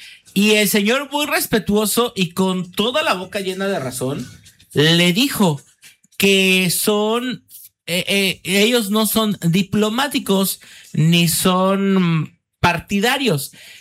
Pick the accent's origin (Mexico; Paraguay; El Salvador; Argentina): Mexico; me da mucho orgullo ser mexicano